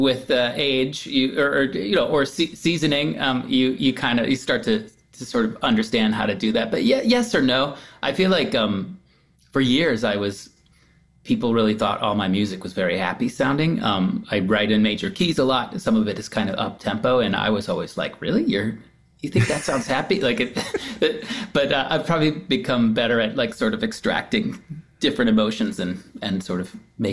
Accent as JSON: {"language": "English", "region": "Midwest", "country": "United States", "tie": "born or raised there", "said": "growing up in the Midwest"}